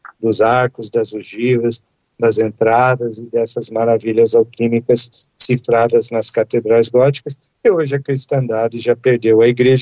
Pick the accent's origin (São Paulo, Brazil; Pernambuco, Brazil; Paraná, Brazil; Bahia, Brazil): Paraná, Brazil; Curitiba; born there; Eu nasci em Curitiba, lá na Praça Tiradentes.